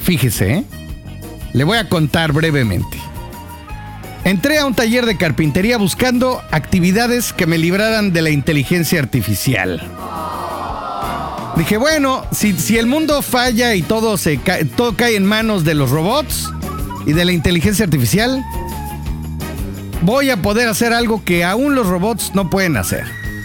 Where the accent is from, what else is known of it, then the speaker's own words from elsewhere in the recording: Mexico City, Mexico; now in Yucatán Peninsula, Mexico; su servidor … como buen guach, Yucahuach chilango, pues no trajo a la península ningún tipo de pantalón largo